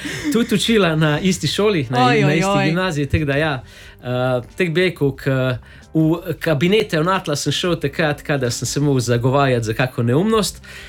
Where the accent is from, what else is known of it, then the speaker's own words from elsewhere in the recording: Velenje, Savinja, Slovenia; 1000 mil do doma, 1000 do Velenja, zakaj? Ker sem iz Velenja.